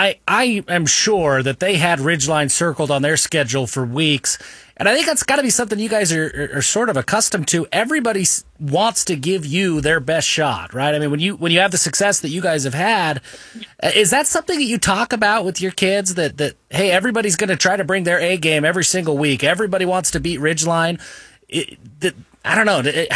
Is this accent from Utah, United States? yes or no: yes; Logan, Utah, United States; born there; I was born in Logan.